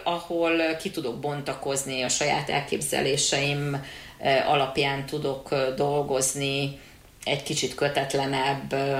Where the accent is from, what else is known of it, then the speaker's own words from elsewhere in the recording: Budapest, Hungary; born there; also born or lived in Szigetszentmiklós; tehát én Budapesten születtem, én ott is a Sziget-Szent Miklóson is éltem